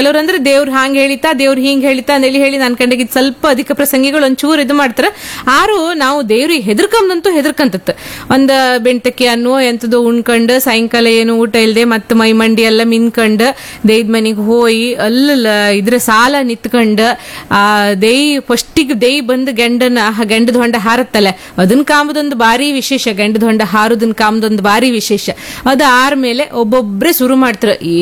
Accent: Kundapura, Karnataka, India

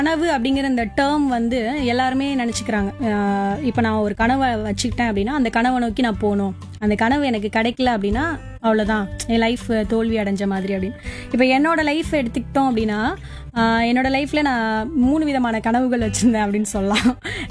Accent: Arittapatti, Tamil Nadu, India; moved away as an adult; என்னுடைய பிறந்த ஊர் நீங்க சொன்ன மாதிரி அரிட்டாபட்டி அப்படின்னு ரொம்பவே ஒரு சின்ன ஒரு கிராமம்.

